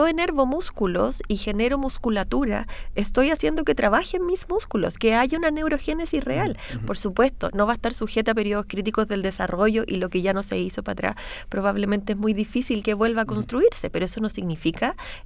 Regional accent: Santiago, Santiago Metropolitan Region, Chile; Yo habito mucho el centro de Santiago. A mí me gusta mucho Santiago. Yo soy una santiaguina que le gusta Santiago.

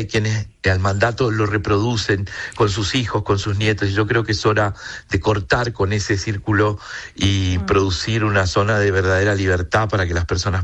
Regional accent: La Unión, Los Ríos, Chile; born there; en Valdivia, que es a 80 kilómetros de donde yo nací, en La Unión

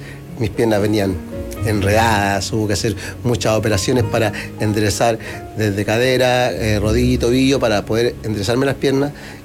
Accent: Talca, Maule, Chile; born there; Bueno, yo nací en 1980 en la ciudad de Talca.

